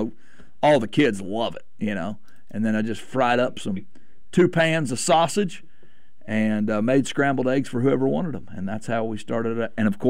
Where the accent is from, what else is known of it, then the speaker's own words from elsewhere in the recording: Arkansas, United States; I grew up in Arkansas.